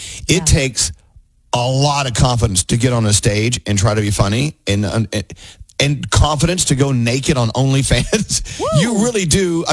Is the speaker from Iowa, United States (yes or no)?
no; Texas, United States; I'm from Texas. We live in the land of denial down there